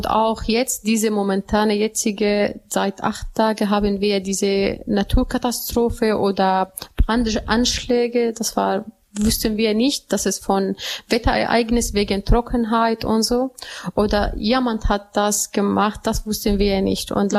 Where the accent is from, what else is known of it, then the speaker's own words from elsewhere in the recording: Syria; chaftlerin im Bereich erneuerbare natürliche Ressourcen und Umweltschutz und Klimabotschafterin und komme ich aus Syrien.